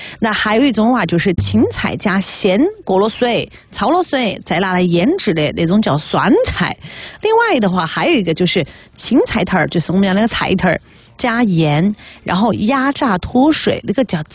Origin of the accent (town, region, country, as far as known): Sichuan, China